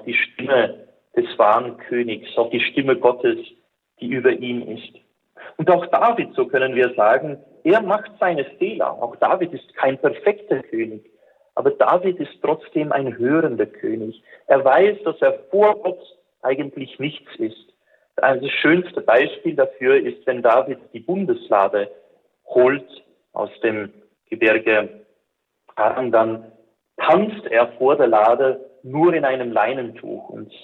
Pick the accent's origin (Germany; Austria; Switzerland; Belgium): Belgium; German is a second language; Das Land, wo ich herkomme, Belgien, wurde 1990 als eines der ersten der europäischen Länder die Abtreibung legalisiert.